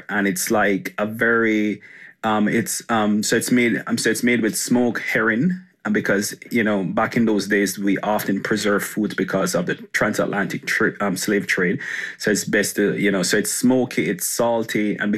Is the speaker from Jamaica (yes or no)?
yes; Kingston, Jamaica; So I grew up with my mom, you know, single mom of four. And we grew up downtown Kingston, which, we had our own struggles